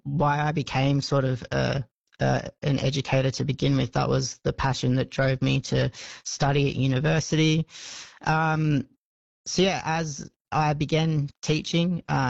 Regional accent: Newcastle, New South Wales, Australia; I'm an Aboriginal man born and raised on Awabakal country in Newcastle, New South Wales.

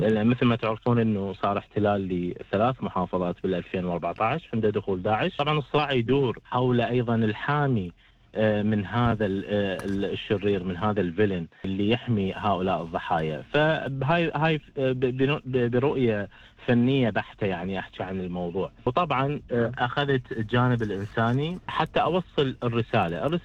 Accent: Iraq; طبعا كعراقي حس بهذا الخطر

